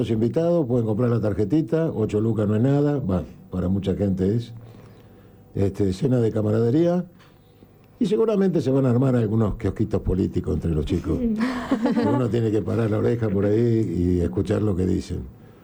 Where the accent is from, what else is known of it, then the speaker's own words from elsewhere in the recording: Argentina; sentirnos como argentinos